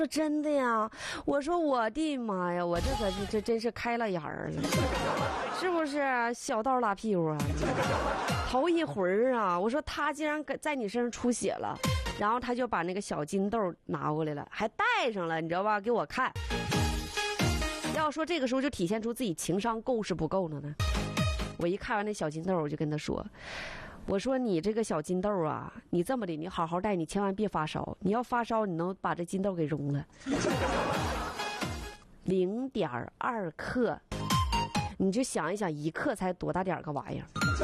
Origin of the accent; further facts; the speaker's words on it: Northeast China, China; 这是刻在咱们东北人骨子里边的。